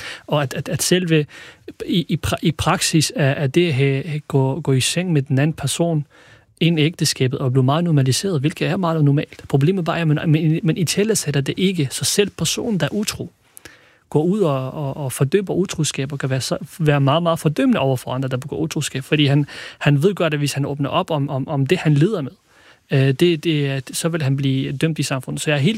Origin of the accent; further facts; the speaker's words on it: Kurdistan Region, Iraq; moved away; Jeg er kurder fra Irak oprindeligt.